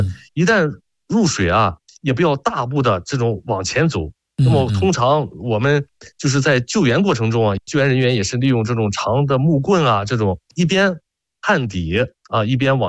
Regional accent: Qingdao, Shandong, China; 这个我是有这个亲身感受，因为我在青岛在海边长大，遇到过这种情况啊。

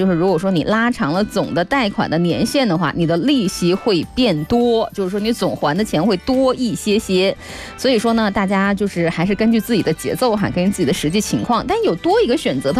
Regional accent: Northeast China, China; now in Guangzhou, China; 可能我们这个东北地区是不咋喜欢 DIY 的一个地区吧？

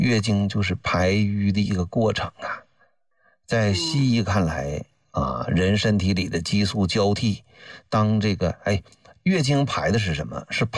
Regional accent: northern China, China; 你看我是北方人哈，

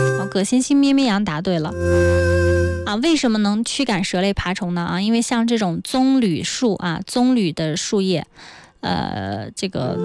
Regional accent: China; 这是我们国家的原创的，这是我们中国人的祖先啊，先创造了木屐啊

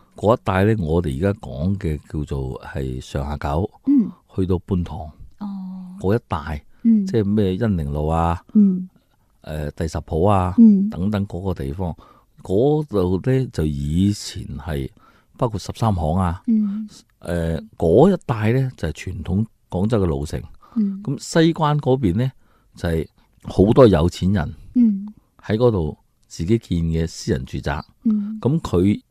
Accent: Guangdong, China; 而家我哋广东人粤语都仲系叫做马路

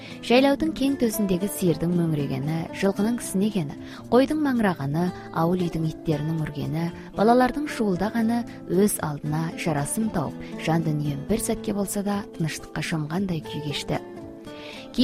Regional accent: Nilka County, Xinjiang, China; moved away; Нұлқауданның Сарбұлақ деген шағын қыстағында қарапайым малшы отбасында туып өстім.

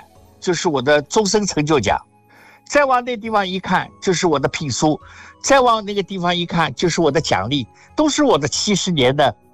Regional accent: Shanghai, China; born there; now in Beijing, China; 我出生在上海，但是我上海的老人都已经不在了

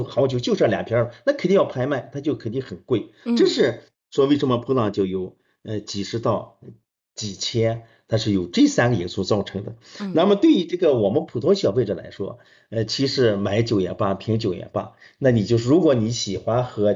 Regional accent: China

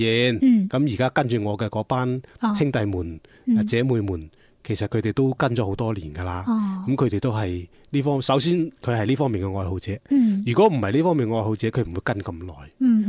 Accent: Lingnan, China; 相当于留在我们岭南人的身上的血，它不可能没有的，

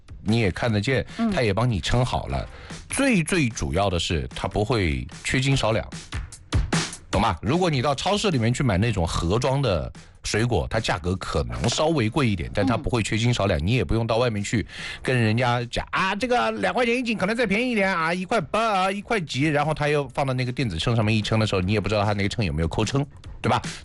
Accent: Hunan, China; moved away as an adult; also born or lived in Anhui; 我是湖南人。

